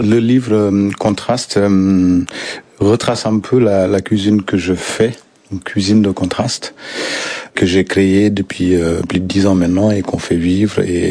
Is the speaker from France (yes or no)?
no; Wotchi, Mauritania; Alors, j'ai grandi en Mauritanie, au bord du fleuve Sénégal, dans un tout petit village qui s'appelle Wotchi.